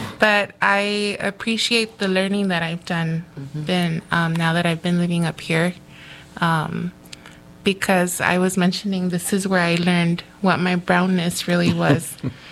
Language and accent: English; Los Angeles, California, United States; I was born in the East L.A. So yo soy de Boyle Heights, del este de Los Ángeles. And I grew up all around just L.A., like the neighboring small cities. So Montebello, Alhambra, and Monterey Park, which, those were my stomping grounds.